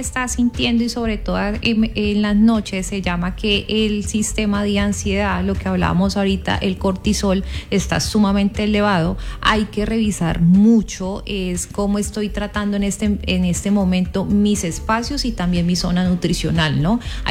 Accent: Cali, Valle del Cauca, Colombia; Soy una caleña amando mi ciudad, amando mi Colombia

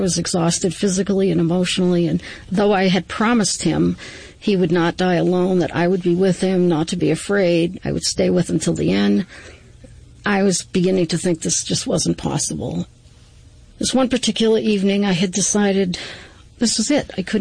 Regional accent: Worcester, Massachusetts, United States; I am originally from Worcester, Massachusetts. My dad was a typical Massachusetts Irishman.

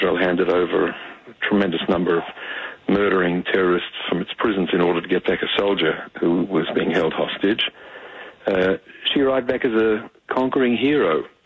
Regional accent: Australia; That's because I'm an Australian, born in Australia.

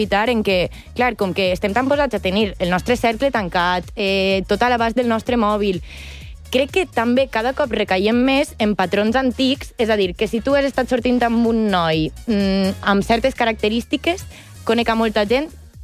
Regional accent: Valencia, Valencian Community, Spain; Jo que soc de València, la ruta del bacalao

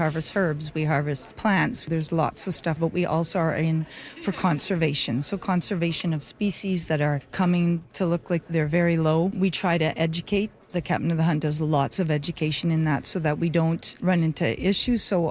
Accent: Red Rock, Ontario, Canada; I'm from Red Rock, and I am president of the Thunder Bay and District Métis Council for the Métis Nation of Ontario.

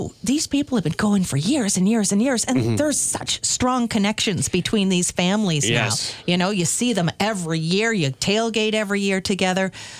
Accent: Ontario, Canada; Oh, definitely. I grew up in Niagara.

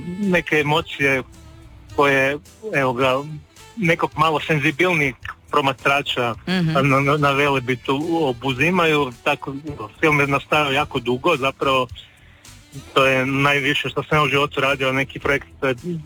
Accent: Zagreb, City of Zagreb, Croatia; Ja sam iz Zagreba, pa znam koliko sam na Sljemenu više ljudi doživljavao.

